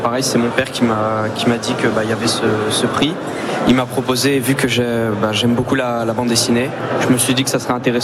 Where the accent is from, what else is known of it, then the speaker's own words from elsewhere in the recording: Amiens, Hauts-de-France, France; Moi je suis d'Amiens et j'ai 14 ans. Je suis au collège.